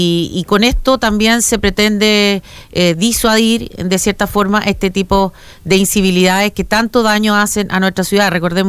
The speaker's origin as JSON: {"language": "Spanish", "country": "Chile", "said": "Que hoy día nosotros como chilenos tenemos derechos, pero también tenemos deberes."}